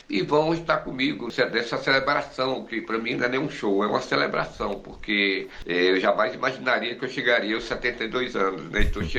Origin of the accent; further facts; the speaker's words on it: Ceará, Brazil; eu vim lá do Ceará, vim de uma família muito, muito humilde